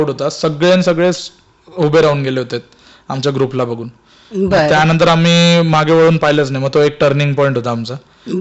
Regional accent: Dhule, Maharashtra, India; हो, आमचं बालपण धुळ्यातच गेलं पूर्ण.

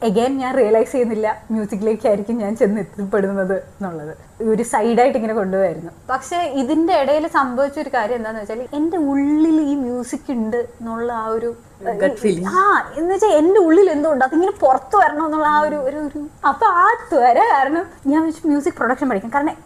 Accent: Dubai, United Arab Emirates; ഞാൻ ദുബായിലാണ് പഠിച്ചത് വളർന്നതൊക്കെ.

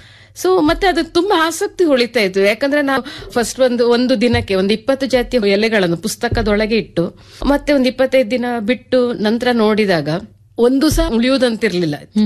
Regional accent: Saligrama, Karnataka, India; born or raised there; moved away as an adult; also born or lived in Sagara / Udupi / Mangaluru / Sharjah, UAE

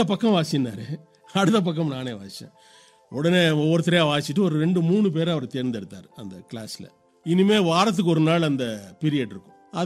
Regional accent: Tiruchirappalli, Tamil Nadu, India; நான் வந்து திருச்சி தான் எனக்கு சொந்த ஊர்.

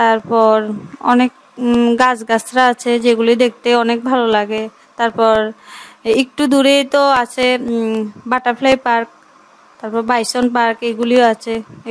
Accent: Tripura, India; moved away as an adult; now in Belonia, India; আমার বাড়ি শ্বশুর বাড়ি রাম ঠাকুর পাড়া, আর বাপের বাড়ি হচ্ছে বরপাথরি।

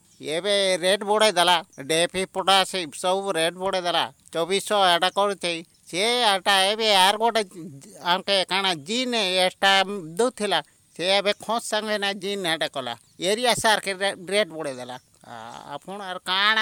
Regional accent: Odisha, India; ଆମର ଗାଁ ହେଲା ଇ ଛାପ ସଡ଼କ ହେଲା, ପଞ୍ଚାୟତ ହେଲା ଗୋଡ଼େଲ ପଦ।

